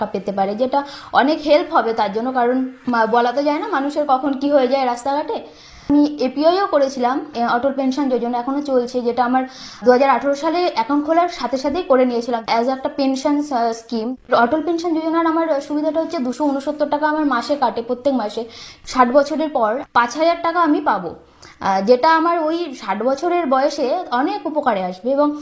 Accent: Chinsurah, West Bengal, India; আমার বাড়ি চুঁচুড়া।

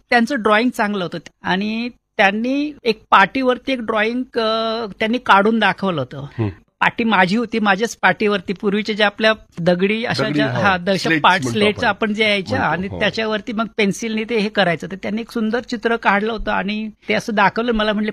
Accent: Maharashtra, India; आदिवासी भाग आहे सर्व जो, तर हे असे आदिवासी जे वेगवेगळी छोटी छोटी गावं आहेत त्या गावांमध्ये तिथे माझं जन्म झाला आणि प्राथमिक शिक्षण सुद्धा माझं गावामध्येच झालं.

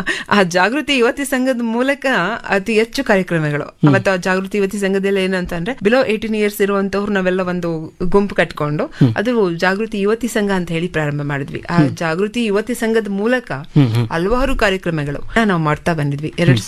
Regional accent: Mandya, Karnataka, India; born there; First ಪ್ರಾಥಮಿಕ ಶಿಕ್ಷಣದಿಂದ degree ತನಕ ನಾನು ಮಂಡ್ಯದಲ್ಲೇ ಮಾಡಿದ್ದು.

